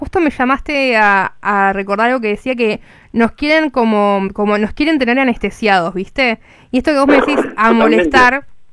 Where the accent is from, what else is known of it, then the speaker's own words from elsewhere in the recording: Coronel Dorrego, Buenos Aires Province, Argentina; él sabe que yo soy de Dorrego